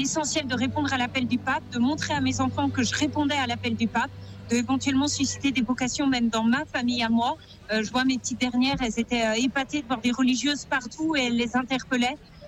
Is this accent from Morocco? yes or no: no; Bordeaux, Nouvelle-Aquitaine, France; Alors nous, on vient de Bordeaux, on est venu avec nos trois enfants